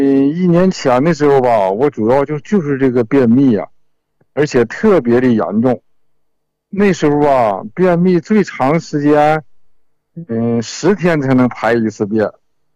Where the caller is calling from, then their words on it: Anshan, Liaoning, China; 我是鞍山的呀，